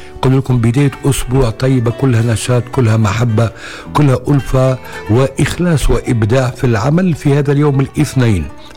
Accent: Tunisia

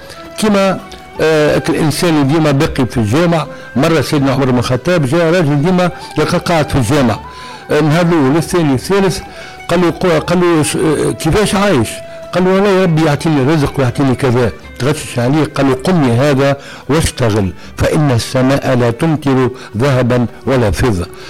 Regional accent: Tunisia; ربي يحفظ بلادنا تونس الغالية، تونس الخضراء

